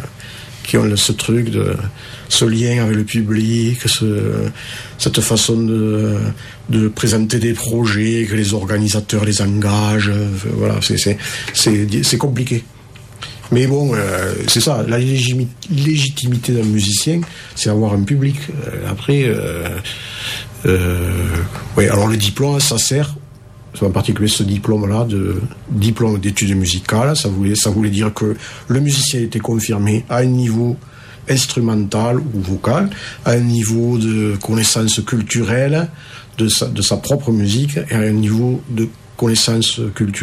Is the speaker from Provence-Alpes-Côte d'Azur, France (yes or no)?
no; Toulouse, Occitanie, France; now in Cardaillac, France; Alors, natif de Toulouse.